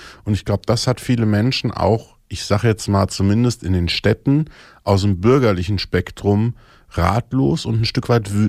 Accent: Thuringia, Germany

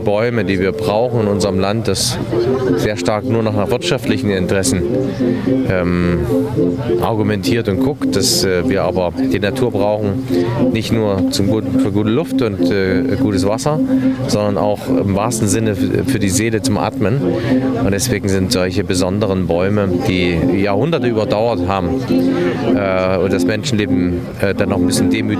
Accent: Thuringia, Germany; Na, ich bin ja Thüringer und ich bin froh, wenn ich in Thüringen erstens besondere Projekte auswählen darf

